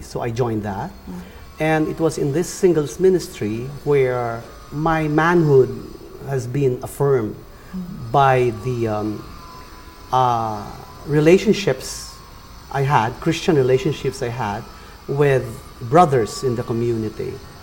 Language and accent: English; Angono, Calabarzon, Philippines; So I come from Angono, Rizal, which is miles and miles away from Makati, where we are right now.